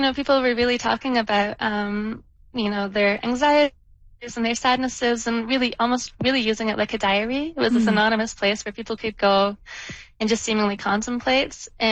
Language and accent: English; United Kingdom; I'm British and I see all the golden syrup and funny cordials and everything else, you know, for myself and, you know, my brethren who are missing home.